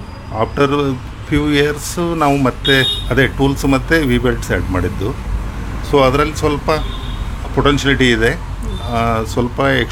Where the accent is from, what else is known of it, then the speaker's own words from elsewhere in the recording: Karnataka, India; moved away as an adult; also born or lived in Hubli-Dharwad; now in Shivamogga, India; ನಾ basically from north Karnataka. ಇವರೇ ಅಂದರೆ ಹುಬ್ಳಿ ಧಾರವಾಡ ಕಾಲೇಜ್ ಎಲ್ಲ, ಆಮೇಲೆ ಬಿಸ್ನೆಸ್ ಅಂತೇಳಿ ಹಿಂಗೆ ಶಿವಮೊಗ್ಗದವರೆಗೆ ಬಂದೆ.